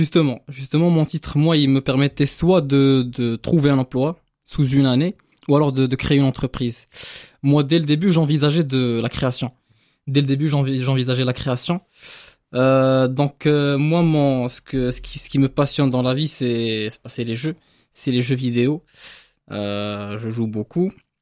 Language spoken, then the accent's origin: French; Morocco; moved away as an adult; now in Brest, France; moi, comme je suis marocain